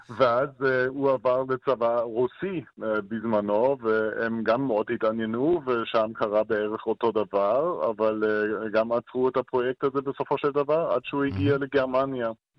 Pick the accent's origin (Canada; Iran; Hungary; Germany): Germany; Berlin; now in Israel; עיר הולדתי